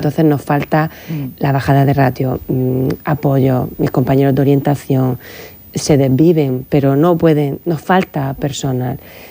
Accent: Cartagena, Region of Murcia, Spain; Y dos que somos de Cartagena.

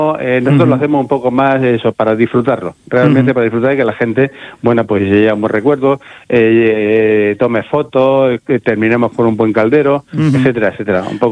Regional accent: La Manga del Mar Menor, Region of Murcia, Spain; somos de La Manga

